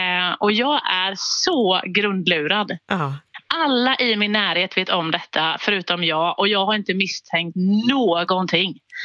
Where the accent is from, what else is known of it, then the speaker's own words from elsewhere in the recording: Småland, Sweden; Ja, men han är från Dalarna och jag är från Småland, så att vi landar någonstans mitt emellan.